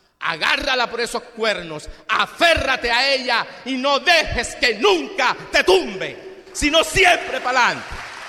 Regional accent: Villanueva, Colombia; moved away; El 31 de diciembre yo celebré en mi pueblo, Villanueva.

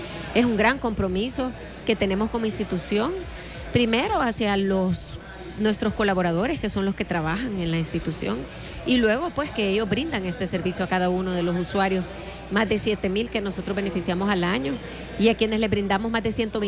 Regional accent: El Salvador; nos debemos de sentir súper orgullosos como salvadoreños

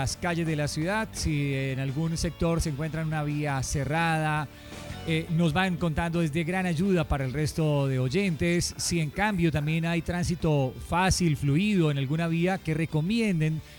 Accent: Cali, Valle del Cauca, Colombia

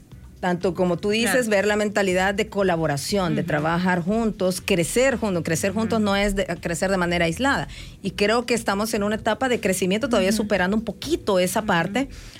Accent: El Salvador

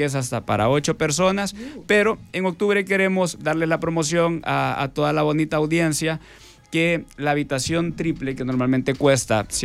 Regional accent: El Salvador

